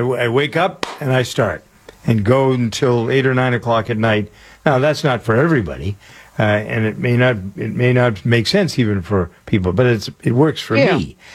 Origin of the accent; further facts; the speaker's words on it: Framingham, Massachusetts, United States; I have one street in my hometown of Framingham, Massachusetts, that has five, count them, 5 chicken restaurants.